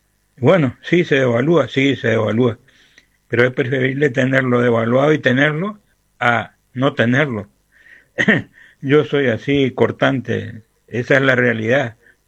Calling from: Resistencia, Chaco, Argentina; Saludos, un abrazo grandote desde Resistencia

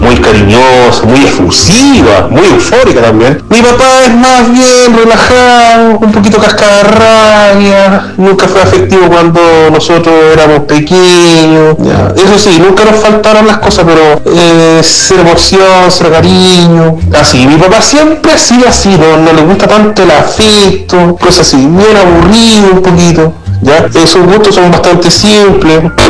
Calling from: Chile; te hablo desde Chile

